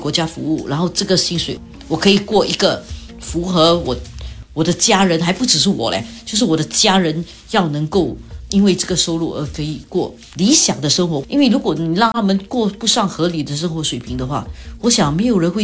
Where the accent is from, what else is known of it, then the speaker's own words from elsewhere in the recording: Singapore; 我们作为新加坡人